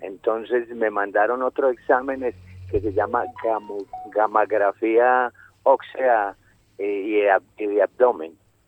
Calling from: Copacabana, Antioquia, Colombia; yo vivo en Copacabana.

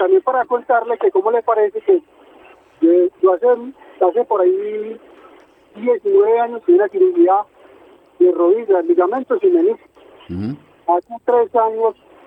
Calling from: Antioquia, Colombia; señor, de acá de Guardia

